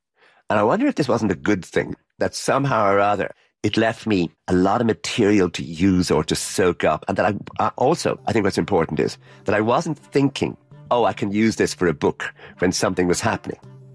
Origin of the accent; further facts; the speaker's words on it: Ireland; because I'm Irish, so many of the things that were happening were so close to things that had happened in Ireland in the years leading up to independence.